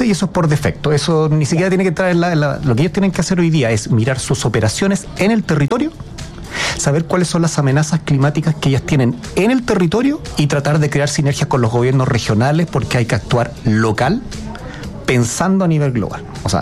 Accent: Iquique, Tarapacá, Chile

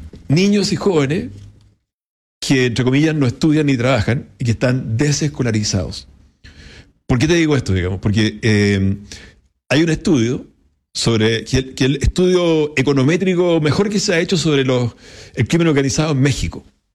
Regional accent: Ñuble, Chile; Yo soy de Ñuble y ahí lo conocí a Martín Arrau como intendente.

